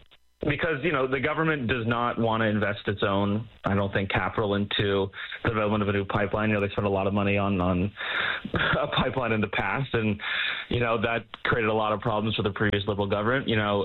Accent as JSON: {"language": "English", "region": "Ontario", "country": "Canada", "said": "I'm a guy from Ontario. You know, I'm not from Alberta."}